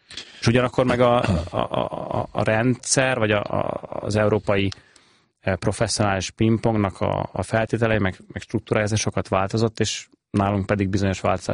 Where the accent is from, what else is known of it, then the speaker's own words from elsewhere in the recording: Hungary; now in Germany; én Németországban élek alapvetően, a család pedig itthon, de hogy a Gödöllői utca, ahol mi lakunk